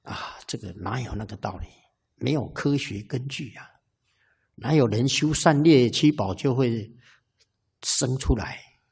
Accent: China

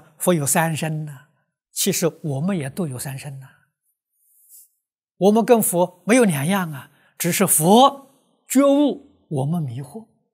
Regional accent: China; 我们中国人

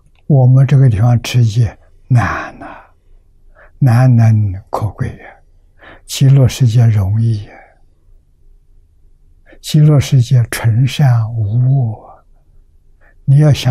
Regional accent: China

